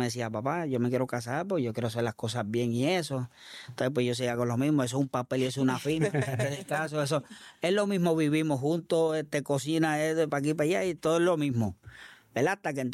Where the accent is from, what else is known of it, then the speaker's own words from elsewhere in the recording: Toa Alta, Puerto Rico; yo soy de Toalta.